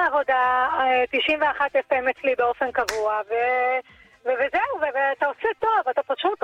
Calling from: Ramat Gan, Tel Aviv District, Israel

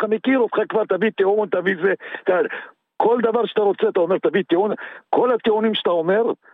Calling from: Netanya, Central District, Israel

